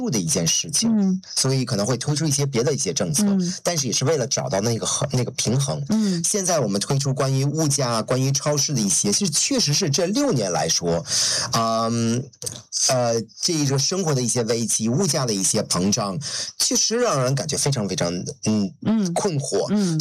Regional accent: China; moved away; 我作为一个中国人，作为一个华人

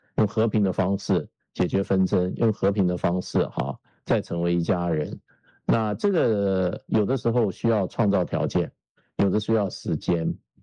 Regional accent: Taiwan; 我小时候在台湾的时候

